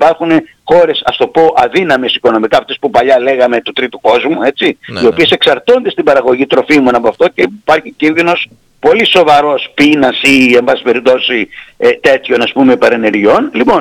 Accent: Greece; Διότι εμείς είμαστε κοντά απέναντι από την Αίγυπτο, ειδικά η Κρήτη

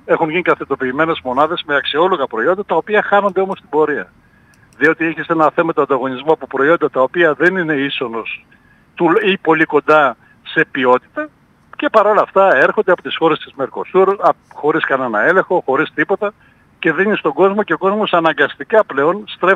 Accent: Thessaly, Greece; moved away as an adult; also born or lived in United States; σε ηλικία 30 ετών, επέστρεψα στο χωριό μου, το οποίο είναι 150 κατοίκων, ένα μικρό χωριό στα σύνορα της στερεάς Ελλάδας με τη Θεσσαλία. Ουσιαστικά είμαστε μέσα στο Θεσσαλικό κάμπο.

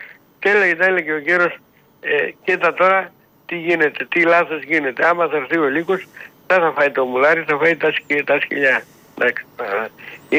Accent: Kastoria, Western Macedonia, Greece; Όταν έγινε στο χωριό μου στην Καστοριά, από την άλλη μεριά, όταν έγινε βενζινάδικο μετά από πολλά χρόνια, έκλεισε μετά από λίγο καιρό.

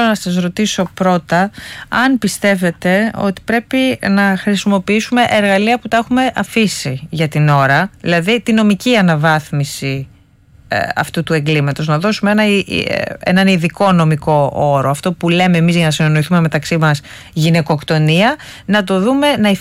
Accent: Greece; εμείς ως Έλληνες

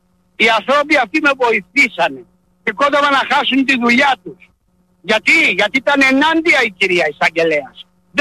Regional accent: Keratsini, Attica, Greece; now in Thessaloniki, Greece; Εντάξει, εγώ είμαι από το Κερατσίνι. Είχα τσικαδώσει, είχα μια εταιρεία security, την έκλεισα, τελείωσε, έτσι. Και ανέβηκα πάνω στη Θεσσαλονίκη.

